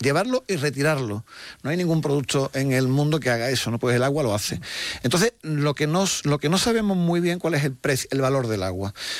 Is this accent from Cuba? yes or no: no; Spain; lo que sí hacemos bien los españoles es, cuando nos dan una nota de que hay que ahorrar agua y tal, hacerlo.